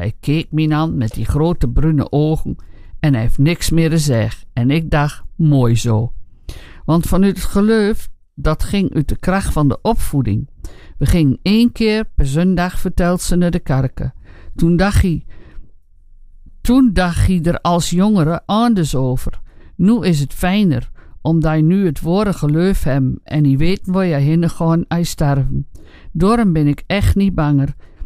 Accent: Gelderland, Netherlands; born there; also born or lived in Zwolle, Overijssel

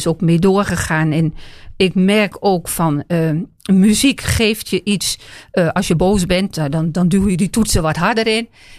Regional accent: Oldebroek, Gelderland, Netherlands; En ik kom uit Oldebroek. Daar ben ik geboren.

